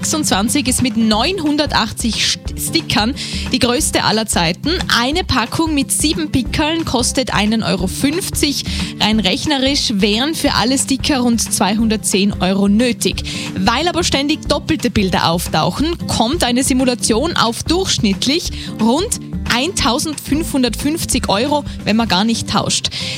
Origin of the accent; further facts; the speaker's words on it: Innsbruck, Tyrol, Austria; Ja, so heißt es bei uns in Innsbruck.